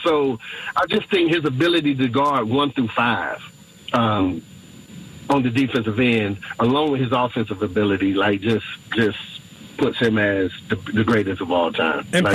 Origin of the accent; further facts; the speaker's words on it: Boston, Massachusetts, United States; now in North Carolina, United States; as a Bostonian that became a North Carolinian, when I moved down here, I was infatuated with Michael Jordan